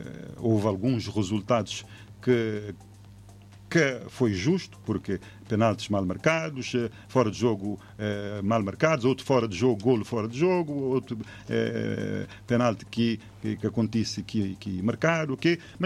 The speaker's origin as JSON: {"language": "Portuguese", "country": "Cape Verde", "said": "nós tudo como cabo-verdiano nós estamos ali com o bem regalido"}